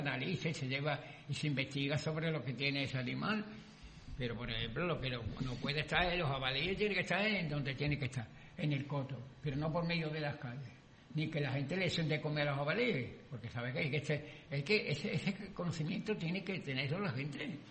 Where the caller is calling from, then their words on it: Sanlúcar de Barrameda, Andalusia, Spain; Y yo soy de Sanlúcar